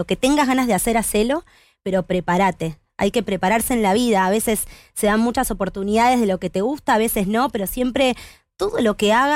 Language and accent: Spanish; Lanús, Buenos Aires Province, Argentina; also born or lived in Lomas de Zamora; En Lanús. Yo nací en Lomas, en realidad. Nací en Lomas, viví toda mi vida en Lanús con mi familia hasta mis 23 años.